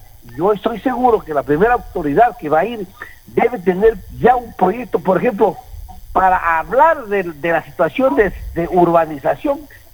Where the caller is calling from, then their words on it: Loja, Ecuador; Soy un ciudadano que vivo en Loja por muchos años acá.